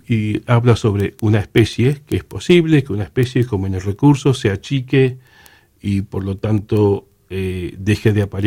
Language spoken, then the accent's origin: Spanish; Santa Cruz, Argentina; en Bahía San Gregorio, acá en el estrecho. Y yo lo conozco bien porque yo me crié en Estancia Cóndor, que queda 6 kilómetros